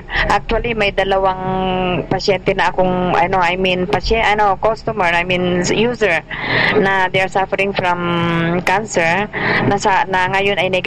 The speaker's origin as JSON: {"language": "Tagalog", "town": "Malasiqui", "region": "Ilocos Region", "country": "Philippines", "said": "Malasiki, Pangasinan. I'm from Malasiki, Pangasinan. Okay. Northern part of Luzon."}